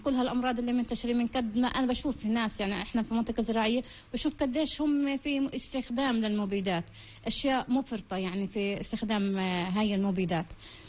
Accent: Palestine; احنا كفلسطينيين

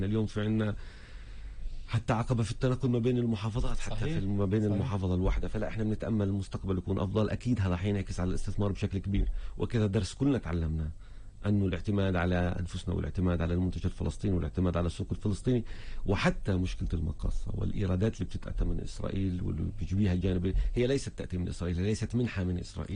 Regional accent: Palestine; والهم اللي علينا كفلسطين،

